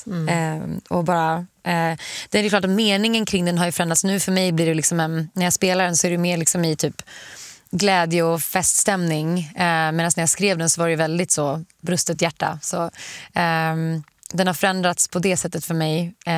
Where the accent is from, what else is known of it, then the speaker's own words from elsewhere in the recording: Sweden; now in Los Angeles, United States; Alltså, när jag är här, när jag är i Sverige, tycker jag att det är så himla skönt att kunna bara promenera överallt